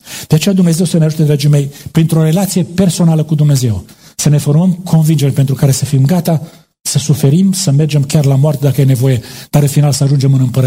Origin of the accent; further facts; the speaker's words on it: Romania; Noi români avem de unde să mergem în sus, că suntem jos de tot.